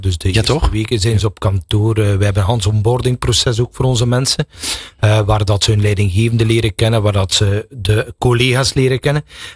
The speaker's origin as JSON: {"language": "Dutch", "country": "Belgium", "said": "Ik ga nooit niet zeggen, wij als Belgen hebben iets uitgevonden."}